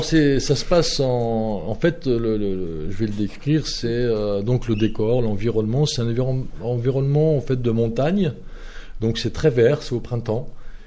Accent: France; born there; Moi, je ne viens pas d'Algérie, je suis né en France, mais j'ai repris contact avec ma famille là-bas.

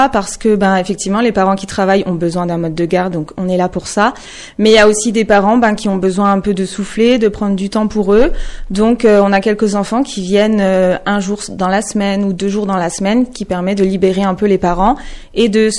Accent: Mercy-le-Bas, Grand Est, France; Non, je ne suis pas originaire de Longuyon, je suis originaire de Mercy-le-Bam.

